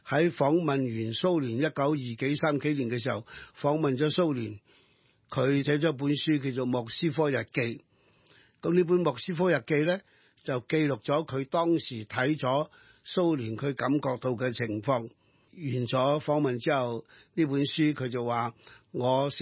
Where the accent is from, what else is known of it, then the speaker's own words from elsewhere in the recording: Hong Kong; 如果作为一个香港人北望神州，我们见到做对了什么呢？